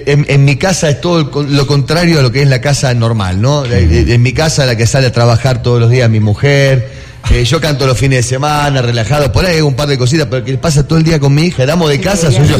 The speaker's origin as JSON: {"language": "Spanish", "country": "Argentina"}